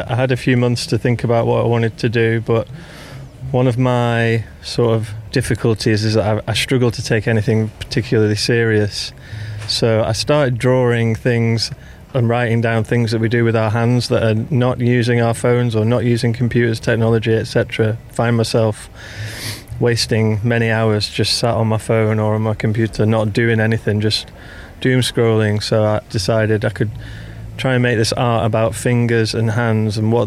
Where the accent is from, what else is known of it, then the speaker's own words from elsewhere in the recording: North West England, United Kingdom; now in Sheffield, United Kingdom; Originally near Manchester in England, but I live in Sheffield in South Yorkshire, in the north of England.